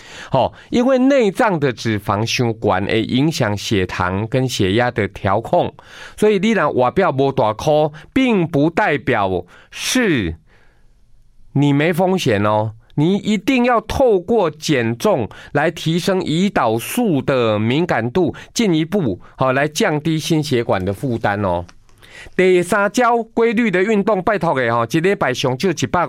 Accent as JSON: {"language": "Chinese", "country": "Taiwan", "said": "我们台湾人十大死因心脏病是第二名啊"}